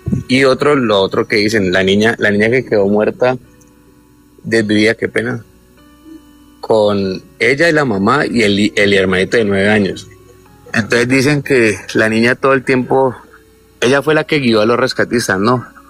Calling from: Cali, Valle del Cauca, Colombia

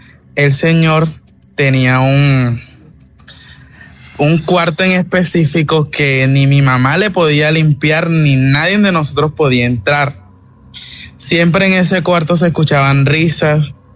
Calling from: Barranquilla, Atlántico, Colombia; yo soy de acá, de Barranquilla.

